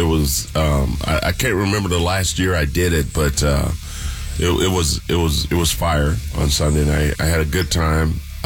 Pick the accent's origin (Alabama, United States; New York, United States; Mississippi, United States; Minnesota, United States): Alabama, United States; That's what I call him, because I'm from Alabama.